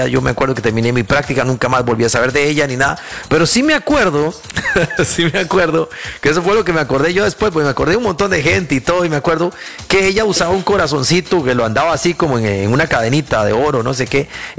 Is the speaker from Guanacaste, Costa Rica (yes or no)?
no; San José de la Montaña, Heredia, Costa Rica; seguía para mi pueblo, allá San José de la Montaña